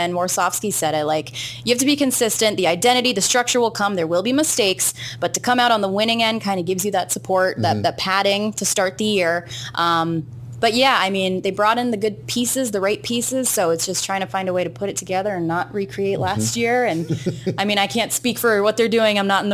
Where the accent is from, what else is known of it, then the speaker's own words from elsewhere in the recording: New Hampshire, United States; You know, I'm from New England, New Hampshire.